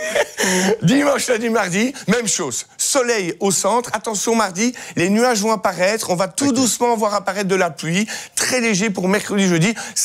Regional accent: Belgium; On est belge, on aime la Belgique.

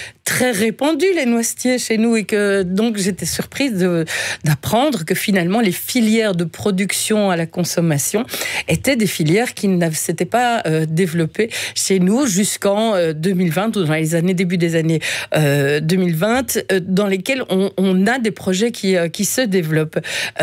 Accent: Belgium; chez nous en Belgique et particulièrement en Wallonie.

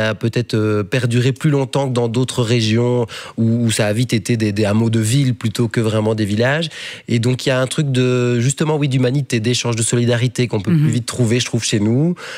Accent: Wallonia, Belgium; Je suis luxembourgeois, je suis bastonnière luxembourgeois, puis belge. Je me ressens pas wallon, ça c'est étrange. Mais belge, voilà, plein.

